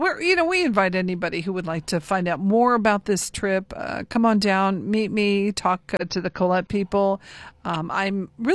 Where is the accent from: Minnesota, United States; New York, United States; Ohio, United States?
Ohio, United States; Cuyahoga Falls; I grew up in Cuyahoga Falls